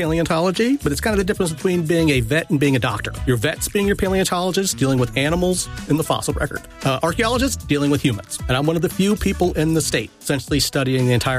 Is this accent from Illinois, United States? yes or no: yes; Chicago, Illinois, United States; now in Alabama, United States; Growing up in Chicago during the Bulls title run